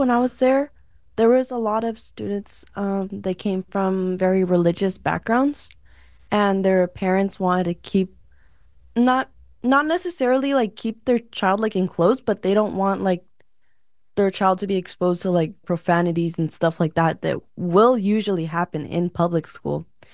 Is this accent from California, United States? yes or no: yes; Imperial Valley, California, United States; growing up in the Imperial Valley